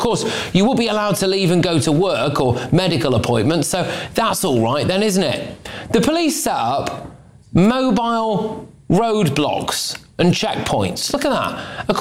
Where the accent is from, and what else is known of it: United Kingdom